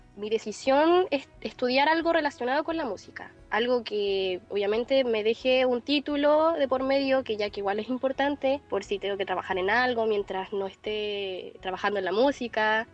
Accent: El Quisco, Valparaíso, Chile; Bueno, yo soy de aquí, del Quisco, y de Isla Negra específicamente

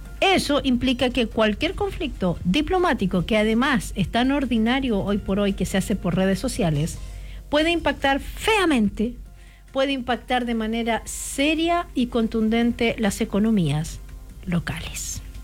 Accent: Chile

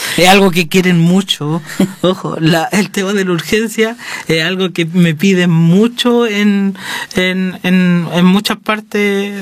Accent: Cauquenes, Maule, Chile; yo soy del Maule, a mí eso es un punto también importante. Yo soy maulino, yo de corazón soy cauquenino, a los cauqueninos le dicen los chochoqueros, así que soy y mi familia es de campo

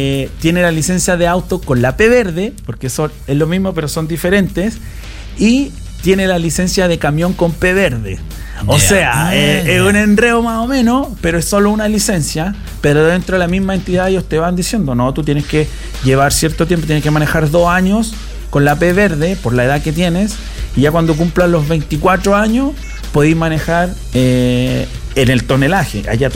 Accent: Chile; moved away as an adult; now in Australia

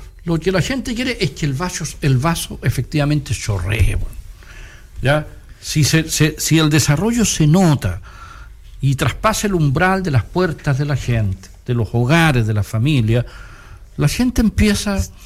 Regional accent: Chile; Somos chilenos

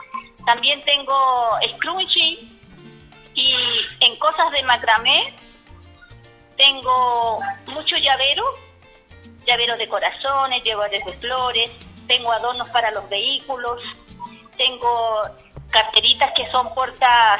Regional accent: Villa Concepción, Chile; No, soy del sector de la Villa Concepción.

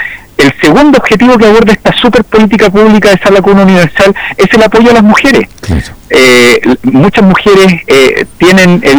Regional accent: Chile

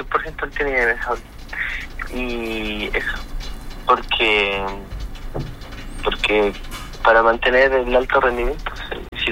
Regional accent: Chillán Viejo, Ñuble, Chile; also born or lived in Concepción; Sí, nací en Conce, pero me crié acá, en Chillán Viejo.

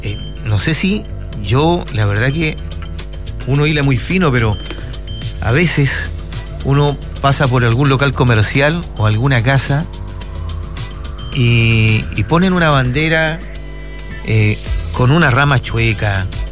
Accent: Chile; La bandera representa mucho para quienes somos chilenos, bueno, y amantes de nuestra patria.

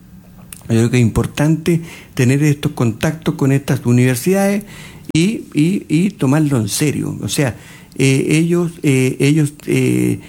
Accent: Santiago, Santiago Metropolitan Region, Chile; now in Cauquenes, Chile; Yo soy santiaguino

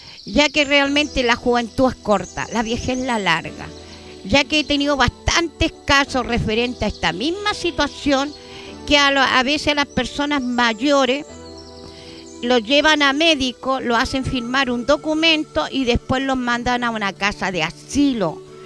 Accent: Chile; los ponemos las pilas como buen chileno, porque somos chilenos

